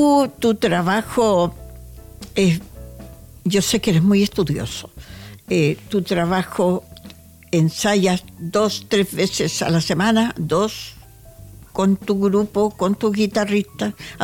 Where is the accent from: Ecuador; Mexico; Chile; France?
Chile; así somos los chilenos